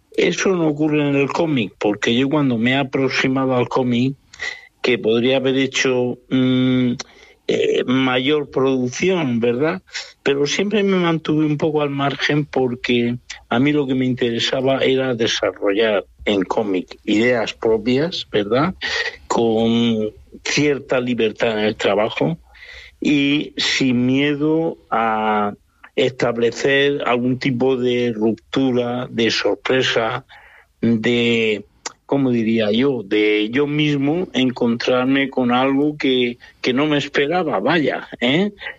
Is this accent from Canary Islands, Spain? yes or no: no; Aspe, Valencian Community, Spain; born there; Yo nací en Aspe, provincia de Alicante, ¿eh? Y es el interior de Alicante tirando al sur ya de la provincia.